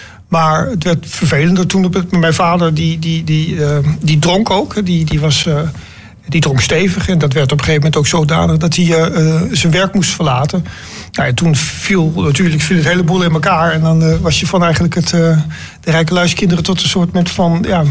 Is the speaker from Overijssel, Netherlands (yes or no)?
no; Stadskanaal, Groningen, Netherlands; born or raised there; also born or lived in Rotterdam